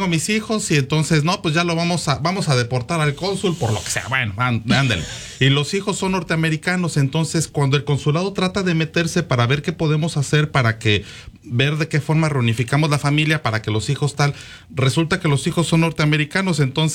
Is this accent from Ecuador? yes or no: no; Mexico; now in United States; porque yo soy mexicano